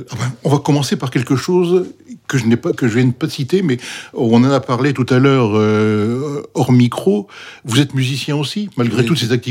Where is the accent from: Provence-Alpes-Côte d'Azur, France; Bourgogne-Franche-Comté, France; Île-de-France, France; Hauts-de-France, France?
Hauts-de-France, France; Lille; Le Nord, qui est ma région d'origine, où je suis né à Lille.